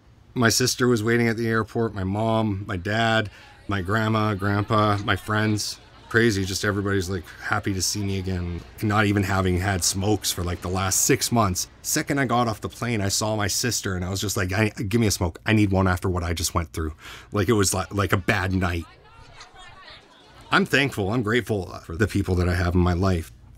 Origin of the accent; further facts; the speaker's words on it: Burnaby, British Columbia, Canada; I grew up in Burnaby, BC, outside of New Westminster. It's near Vancouver. It's all the same area.